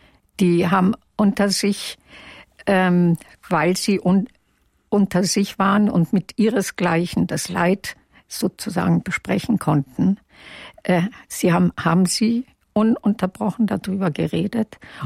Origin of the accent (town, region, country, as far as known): Bavaria, Germany; born there; first language Yiddish; German is a second language